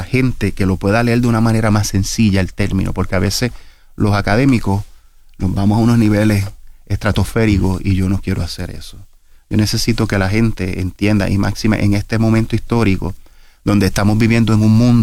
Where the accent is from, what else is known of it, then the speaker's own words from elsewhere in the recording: Puerto Rico; o la aportación como historiador puertorriqueño, es que nosotros entendamos cómo se crearon las bases para este proyecto que es tan importante en el Caribe